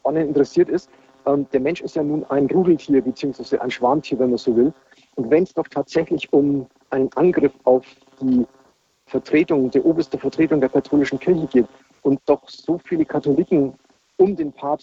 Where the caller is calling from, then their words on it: Schleswig-Holstein, Germany; Mein Name ist … ich komme aus der Nähe von Lübeck.